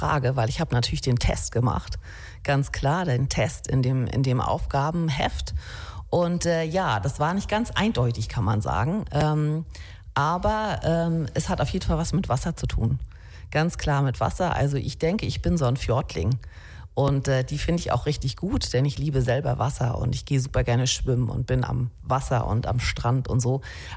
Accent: Flensburg, Schleswig-Holstein, Germany; now in Oeversee, Germany; ich komme hier aus dem Grenzland und bin in Flensburg aufgewachsen und wohne jetzt etwas südlich von Flensburg in Übersee.

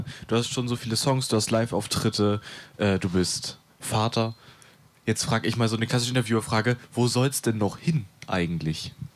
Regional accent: Mölln, Schleswig-Holstein, Germany; Ich komme aus Mölln

